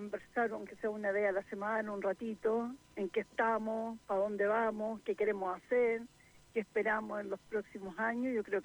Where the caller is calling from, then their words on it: Santiago, Santiago Metropolitan Region, Chile; De Santiago.